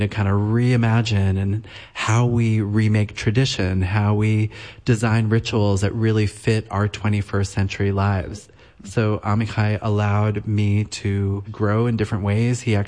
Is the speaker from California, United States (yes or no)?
no; Brooklyn, New York, United States; I say that I'm from deep coastal Brooklyn. and my family made chocolate syrup.